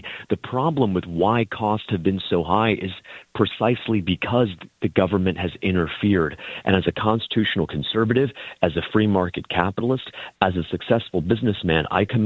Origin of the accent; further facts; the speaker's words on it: Broward County, Florida, United States; Born and raised in Broward County, fourth generation Floridian.